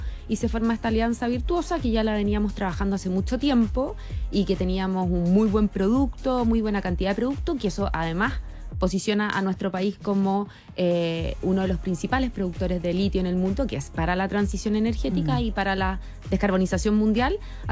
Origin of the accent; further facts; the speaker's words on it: Chile; Porque somos chilenos. No, porque yo creo que es parte de la cultura chilena.